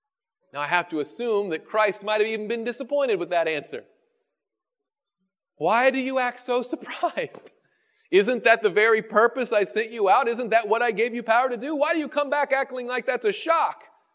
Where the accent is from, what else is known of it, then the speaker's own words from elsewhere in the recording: the South, United States; I grew up in the South, and we have a saying that something is fast or as quick as greased lightning.